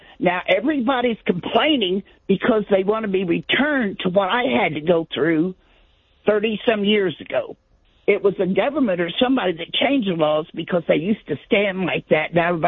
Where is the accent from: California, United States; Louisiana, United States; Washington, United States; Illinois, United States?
Illinois, United States; born there; now in Missouri, United States; I wanted to say that 37 years ago, I moved to Missouri from Illinois. I was born in Illinois.